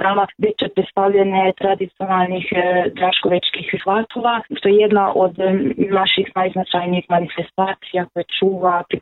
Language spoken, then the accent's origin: Croatian; Serdahely, Zala, Hungary; now in Prelog, Croatia; Tako je, rodom sam iz Serdahe, ja živim u Prelogu